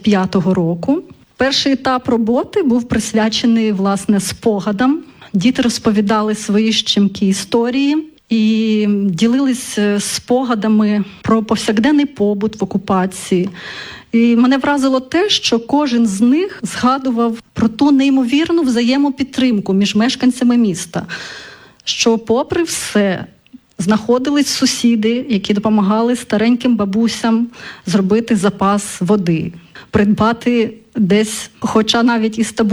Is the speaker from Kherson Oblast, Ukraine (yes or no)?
yes; Kherson, Kherson Oblast, Ukraine; Ми пишаємось тим, що ми херсонці